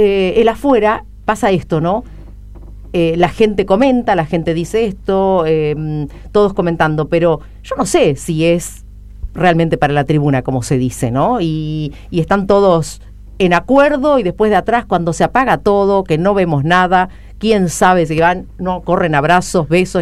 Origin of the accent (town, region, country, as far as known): Argentina